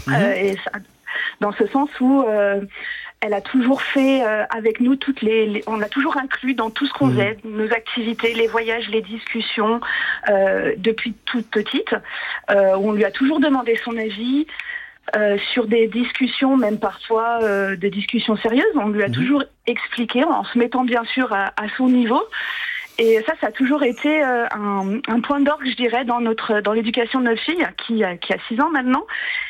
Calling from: Bordeaux, Nouvelle-Aquitaine, France; De Bordeaux.

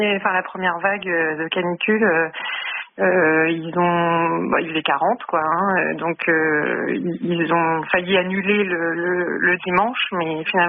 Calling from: Normandy, France; moi je suis normande

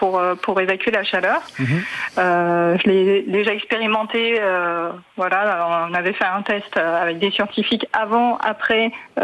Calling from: Nantes, Pays de la Loire, France; J'appelle de Nantes, dans le point chaud de la chaleur.

